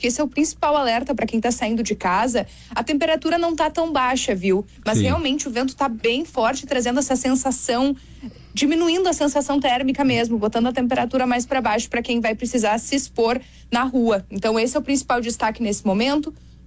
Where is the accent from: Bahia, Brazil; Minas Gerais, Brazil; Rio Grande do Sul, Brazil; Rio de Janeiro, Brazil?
Rio Grande do Sul, Brazil; Veranópolis; Eu sou da Serra Gaúcha, sou da Serra Gaúcha de Veranópolis, por isso que eu conheço um pouquinho aí a região